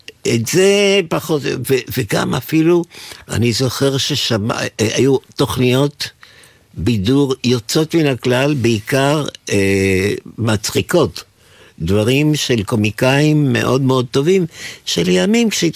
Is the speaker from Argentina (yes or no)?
yes; Buenos Aires, Argentina; now in Israel; נולדתי בבואנוס איירס, וגדלתי בתקופה שהרדיו היה מאוד מרכזי בחיים שלנו